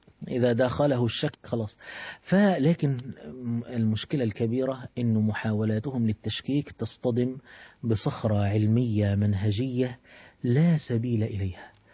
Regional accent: Egypt; دار مريت مشهورة عندنا في مصر

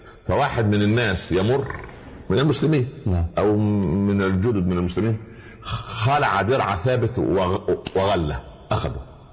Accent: Upper Egypt, Egypt; يقول عندنا في الصعيد على القدر برمة

